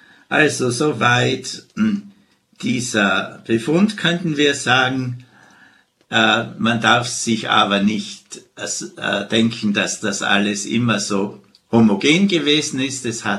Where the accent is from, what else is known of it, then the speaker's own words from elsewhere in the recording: Hall, Tyrol, Austria; In meiner Heimatstadt Hall war ein Prediger, der aus der Schweiz gekommen ist, auf die Kanzel der Stadtpfarrkirche gestiegen